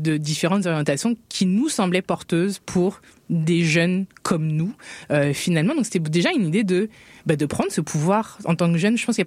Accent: France; moved away as an adult; now in Quebec, Canada; Mais je pense que vous pouvez l'entendre, je viens d'un autre pays. J'ai grandi en France

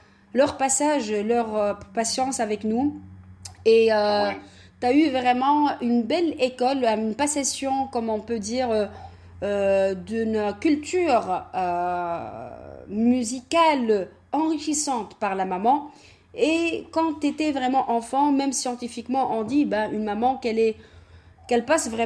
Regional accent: Montreal, Quebec, Canada; je suis vraiment très honorée d'être Montréalaise et je dis toujours, je suis Montréalaise.

